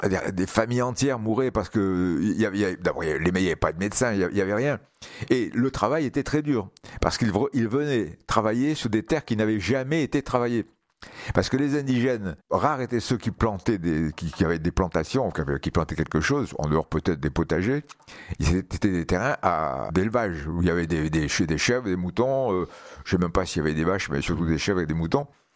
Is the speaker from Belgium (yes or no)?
no; Algeria; now in France; quand je suis rentré d'Algérie en 62, je suis redevenu militaire. J'ai donc quitté tout à fait le milieu pied noir.